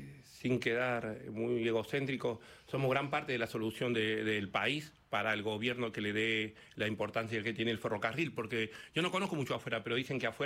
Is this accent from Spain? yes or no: no; Boulogne, Buenos Aires Province, Argentina; que soy un pirincho de Boulogne, un pibe tranquilo